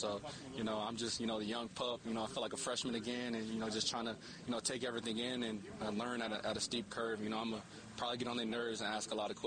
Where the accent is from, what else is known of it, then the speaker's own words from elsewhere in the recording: Dallas, Texas, United States; Yeah, I mean, I grew up in Dallas, Texas. I went to Allen.